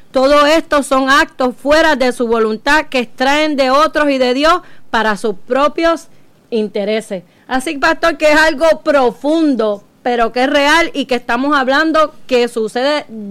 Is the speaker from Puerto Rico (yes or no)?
yes; Puerto Rico; porque somos puertorriqueños